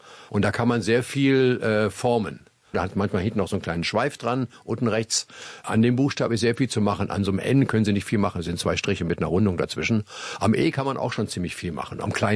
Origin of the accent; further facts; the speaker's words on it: Stadthagen, Lower Saxony, Germany; wo ich geboren bin in Stadthagen bei Hannover